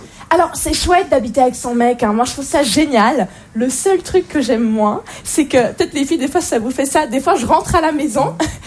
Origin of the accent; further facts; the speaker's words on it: Switzerland; Alors oui, je viens de Suisse, mais je peux vous le dire ce soir, au fond de moi, j'ai toujours rêvé d'être arabe.